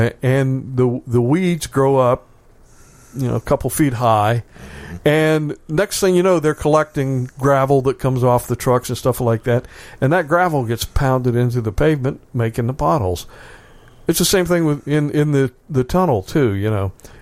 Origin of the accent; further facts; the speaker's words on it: Wheeling, West Virginia, United States; I grew up on Wheeling Island.